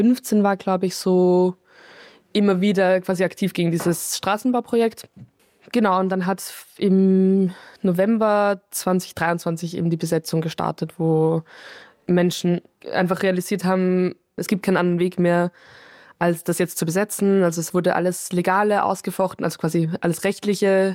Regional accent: Lower Austria, Austria; Ich bin in der Nähe hier auch aufgewachsen, in der Schule gewesen

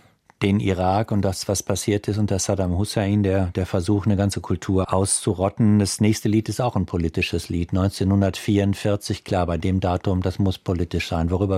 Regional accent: North Rhine-Westphalia, Germany; ich komme aus dem Dorf im Sauerland, gibt es bei uns wirklich was zu finden?

